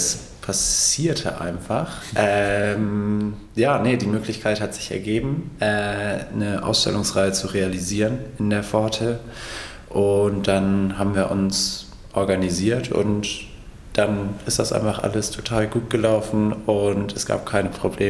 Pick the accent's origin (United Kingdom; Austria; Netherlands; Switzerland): United Kingdom; England; now in Berlin, Germany; Ich bin in England aufgewachsen und ich bin in einem Einfamilienhaus aufgewachsen, was in England auch schon eher üblich ist.